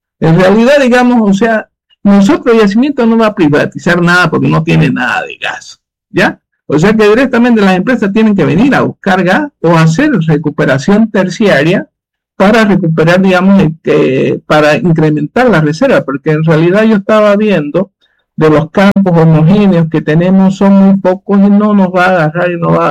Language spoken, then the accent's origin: Spanish; Bolivia; nosotros, como bolivianos, tenemos que tener en cuenta lo siguiente